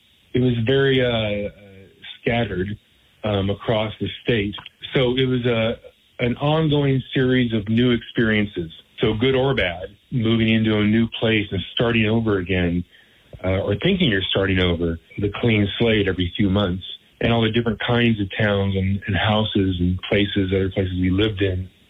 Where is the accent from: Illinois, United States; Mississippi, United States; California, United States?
California, United States; Yuba City; And yes, the little towns. I grew up in Yuba City, on and off here and there.